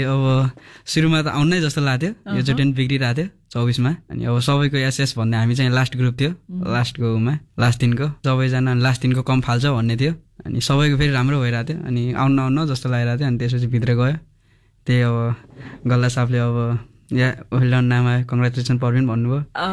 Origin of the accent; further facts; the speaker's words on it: Kohalpur, Lumbini Province, Nepal; moved away; मेरो घर नेपालगञ्ज दिदी